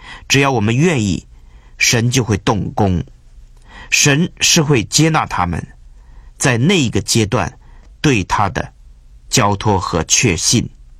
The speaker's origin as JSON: {"language": "Chinese", "country": "China", "said": "这一方面作为中国人，我们要更多的努力啊！"}